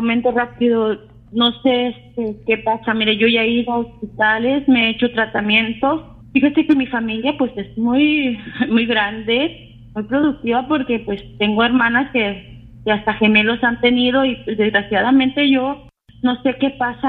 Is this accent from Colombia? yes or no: no; Aguascalientes, Mexico; born there